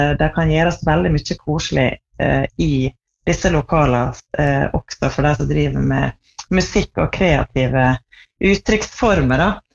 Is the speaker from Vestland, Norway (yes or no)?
no; Tresfjorden, Møre og Romsdal, Norway; born or raised there